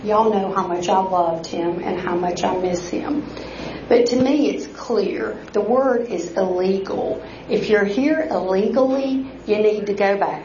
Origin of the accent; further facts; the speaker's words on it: Central, Louisiana, United States; This is my home. I grew up in Central, y'all know, down the road, Lindsay and I did, in one room in the back of a bar and liquor store, where our parents worked long, hard hours to make ends meet.